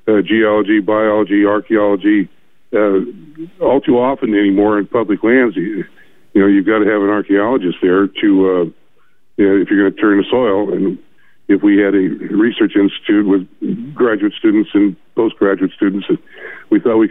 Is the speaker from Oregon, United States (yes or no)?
yes; Port Orford, Oregon, United States; now in Powers, United States; I grew up in Port Orford, which is just due west of here.